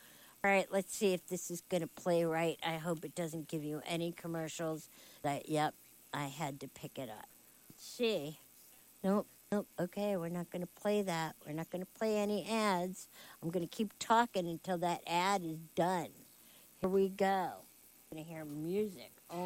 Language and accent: English; Florida, United States; growing up in Florida was weird